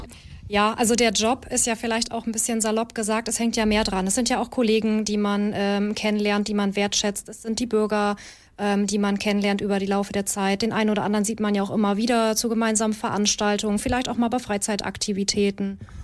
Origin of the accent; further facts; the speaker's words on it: Schortens, Lower Saxony, Germany; now in Lilienthal, Germany; Also weder noch. Ich komme ursprünglich aus dem Bereich der Stadt Schortens.